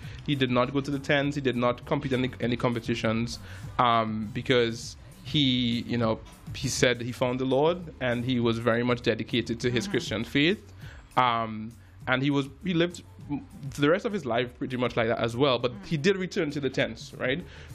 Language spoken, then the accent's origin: English; Belmont, Port of Spain, Trinidad & Tobago; moved away as an adult; also born or lived in United States; now in Toronto, Canada; I grew up in Trinidad and Tobago, and I moved to Toronto about 13 years ago. Mm-hmm. Before that, I was studying in the States a bit, and I grew up around music. I grew up in Belmont, Trinidad.